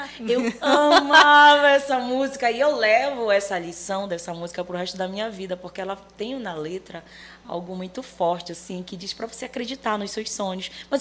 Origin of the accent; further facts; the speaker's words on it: Belém, Pará, Brazil; born there; Eu sou de Belém do Pará, nascida lá no Binguí, nasci em casa mesmo, aquela das antigas, né? Parteira e tudo mais. Mas eu sou de Belém do Pará com muito orgulho.